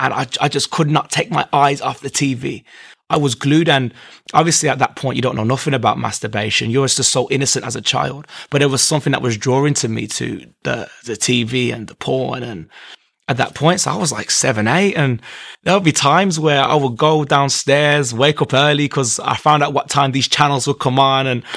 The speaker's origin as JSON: {"language": "English", "town": "Birmingham", "region": "West Midlands", "country": "United Kingdom", "said": "I'm 24. I'm from Birmingham, England."}